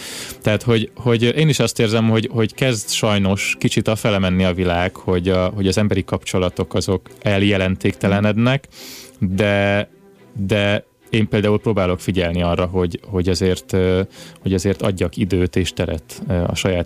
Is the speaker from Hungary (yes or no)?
yes; Nova, Zala, Hungary; Egy pici zalai faluban nőttem fel, Nován, ez egy 700 fős település